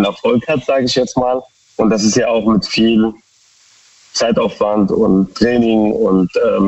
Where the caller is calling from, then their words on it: Koblenz, Rhineland-Palatinate, Germany; Aktuell bin ich auf der Rückfahrt von Pforzheim und wir kommen aus Koblenz.